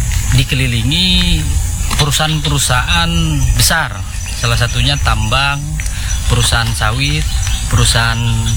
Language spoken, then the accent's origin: Indonesian; East Kalimantan, Indonesia; saya sebagai warga Desa Tebangan Lembak